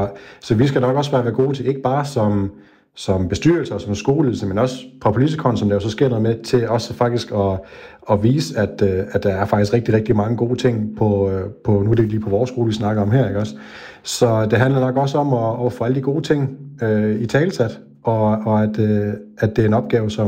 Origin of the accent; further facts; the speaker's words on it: Region of Southern Denmark, Denmark; now in Odense, Denmark; så er vi jo tilflyttere fra Sønderjylland, så vi kendte ikke faktisk overhovedet landskabet i Odense